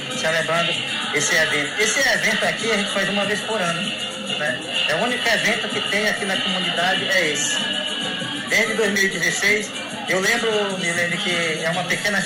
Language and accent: Portuguese; Japurá, Brazil; Para mim também, que eu sou do campo, né? Eu nasci na agricultura, vim lá do Japurá, né?